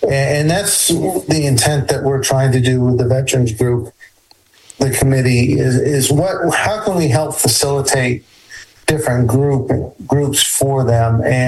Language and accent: English; United States; I'm American. I'm a member of the American Legion in Kennebunk. I've got the York VFW.